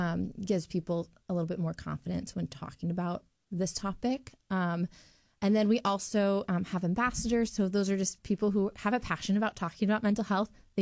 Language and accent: English; West Des Moines, Iowa, United States; moved away as an adult; also born or lived in Cedar Falls / Atlanta, Georgia; I was born and raised in West Des Moines.